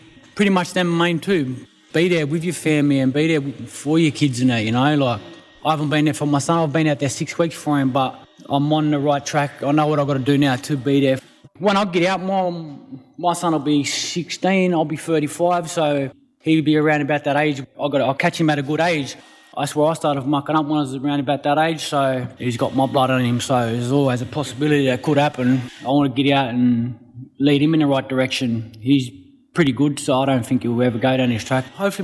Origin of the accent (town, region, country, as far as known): Sydney, New South Wales, Australia; born or raised there